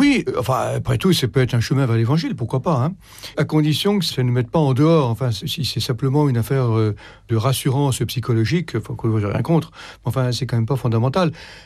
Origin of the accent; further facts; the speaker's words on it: France; parce que bon, on est français, donc on est solidaire de la France